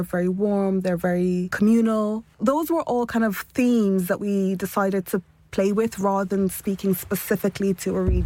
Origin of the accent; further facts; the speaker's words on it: Nigeria; I was also very conscious that I am Nigerian. I'm West African and Nigerians tend to, you know, take, they're always at the four when it comes to conversations around the continent.